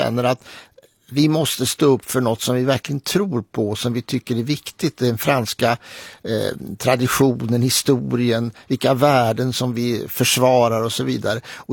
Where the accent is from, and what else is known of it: Sweden